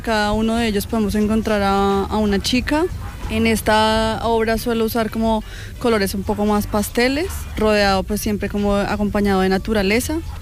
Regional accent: Colombia; moved away; porque yo soy migrante, yo soy colombiana, llevo 10 años acá

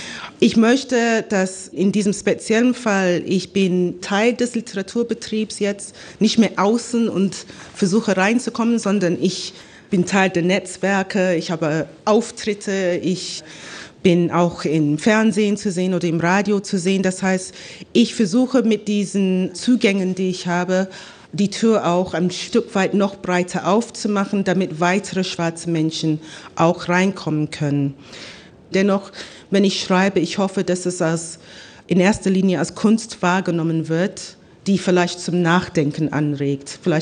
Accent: United Kingdom; German is a second language; moved away; ich als Britin, also eine Person, die in Großbritannien geboren, aufgewachsen, also sozialisiert worden bin

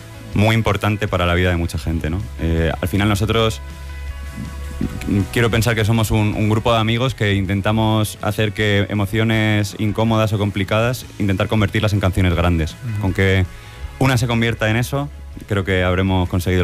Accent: Alicante, Valencian Community, Spain; also born or lived in Murcia; yo soy alicantino y amo mi ciudad

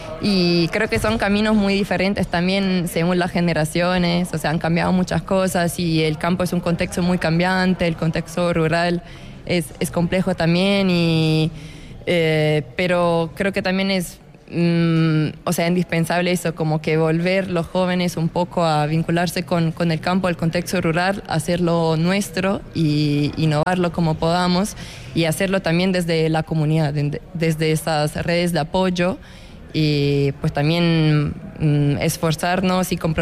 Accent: Italy; Spanish is a second language; soy de Italia. Vengo de un pueblo muy chiquito en la costa este, en la costa adriática de Italia.

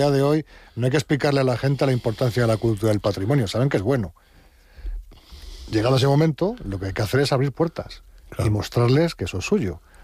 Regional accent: Navas de Oro, Castile and León, Spain; mi pueblo, en Navas de Oro

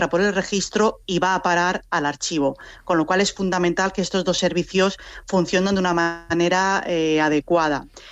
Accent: Crevillente, Valencian Community, Spain

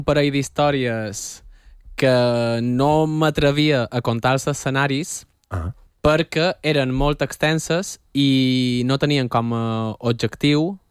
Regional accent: Balearic Islands, Spain; accent: Mallorcan; He d'advertir que jo som mallorquí i el meu català ara s'està filtrant perquè m'entengueu.

